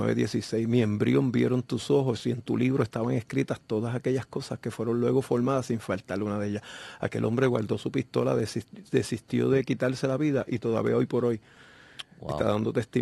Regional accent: Puerto Rico; Bueno, sí, siempre, todos los días, nacido y criado en Puerto Rico. Aquí esto es una isla de mucho sol.

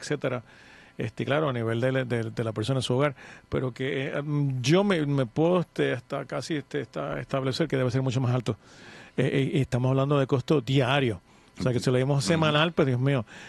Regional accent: Puerto Rico

